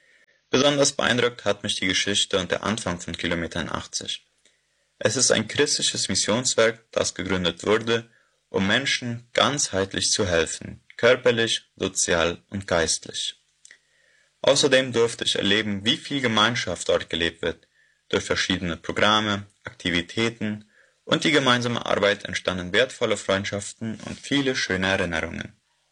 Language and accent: German; Boquerón, Paraguay; ich komme aus der Kolonie Neuland